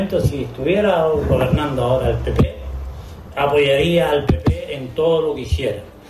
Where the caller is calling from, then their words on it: Canary Islands, Spain; nosotros somos Gran Canaria.